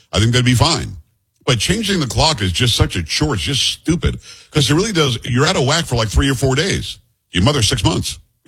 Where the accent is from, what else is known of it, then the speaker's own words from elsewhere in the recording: New York, United States; also born or lived in Florida; When I grew up in Florida, I'm from New York originally. We spent a lot of time in Michigan, so on.